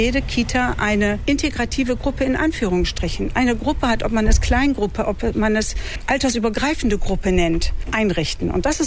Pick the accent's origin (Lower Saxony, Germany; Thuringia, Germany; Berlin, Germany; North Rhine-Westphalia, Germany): Lower Saxony, Germany; Georgsmarienhütte; Ich komme ja aus Georgsmarienhütte.